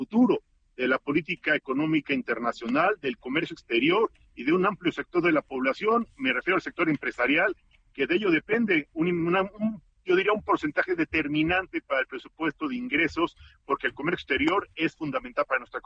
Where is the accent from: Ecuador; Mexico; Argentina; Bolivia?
Mexico; somos más los mexicanos que queremos un país en paz